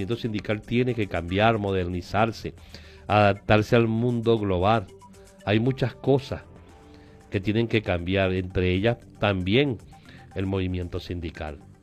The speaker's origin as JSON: {"language": "Spanish", "country": "Venezuela", "said": "nosotros tenemos que exigir esas prioridades como venezolanos."}